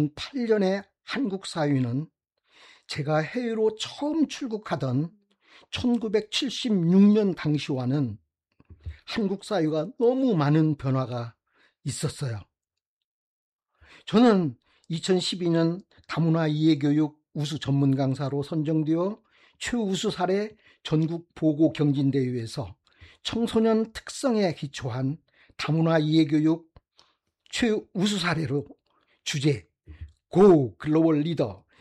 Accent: Wanju, North Jeolla, South Korea; moved away as an adult; also born or lived in Jeonju / Seoul / Indonesia; 저는 전라북도 완주군의 한 작은 산골에서 태어나 시골 중학교를 졸업하고 전주로 나와서

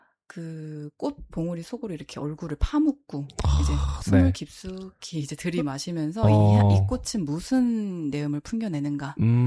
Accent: Jeonju, North Jeolla, South Korea; 제가 전주 토박이거든요.

